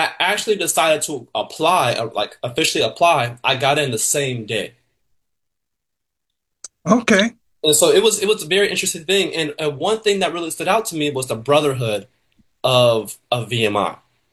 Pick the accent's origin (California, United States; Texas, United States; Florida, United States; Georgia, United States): Florida, United States; Tampa; So originally I'm from Tampa, Florida. And Tampa, Florida, as you know, is nothing like where I'm about to say I went.